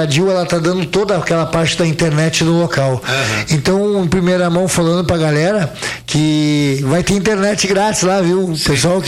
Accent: Pelotas, Rio Grande do Sul, Brazil; also born or lived in Caxias do Sul; now in Nova Prata, Brazil; particularmente, sou de Pelotas, morei muitos anos em Caxias, tô em Nova Prata há um ano

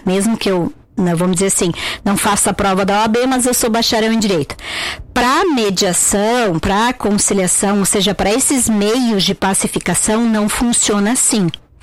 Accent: Nova Petrópolis, Rio Grande do Sul, Brazil; also born or lived in Porto Alegre; now in Nova Prata, Brazil; eu não sou de Nova Prata, eu estou morando agora aqui, acabou de fazer 2 anos, eu venho de Porto Alegre, eu sou de Nova Petrópolis, morava em Porto Alegre e agora estou aqui em Nova Prata.

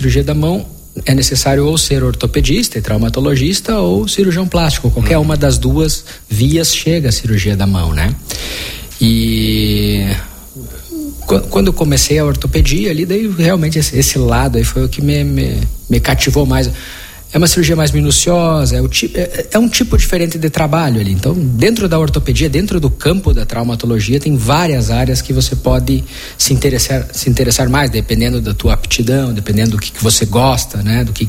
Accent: Santiago, Rio Grande do Sul, Brazil; moved away as an adult; also born or lived in Passo Fundo; now in Marau, Brazil; eu sou natural de Santiago, fica região centro-oeste do estado. E acabei vindo para cá 13 anos, mais ou menos

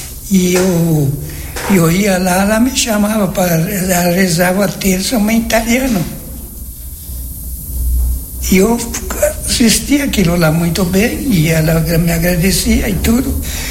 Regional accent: Vila Maria, Rio Grande do Sul, Brazil; born there; Eu nasci mesmo lá no Orsato.

